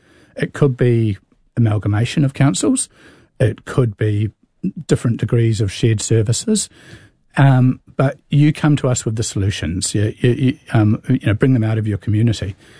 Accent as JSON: {"language": "English", "town": "Petone", "region": "Wellington", "country": "New Zealand", "tie": "born or raised there", "said": "growing up in Petone in the late 80s"}